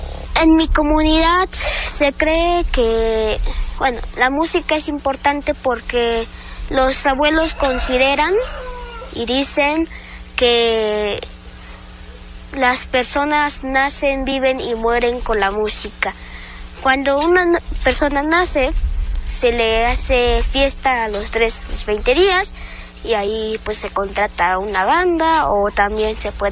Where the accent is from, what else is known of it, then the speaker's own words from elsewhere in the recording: Santa María Tlahuitoltepec, Oaxaca, Mexico; Tengo 9 años, soy originaria de Santa María Tlahuitoltepec, mija, de aquí de Oaxaca.